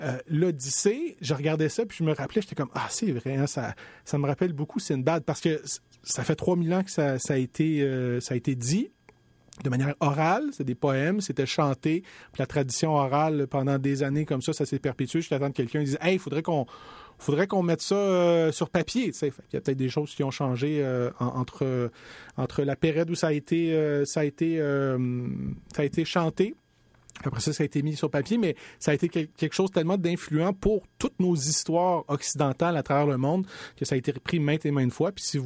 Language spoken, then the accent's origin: French; Laval, Quebec, Canada; je viens de Laval.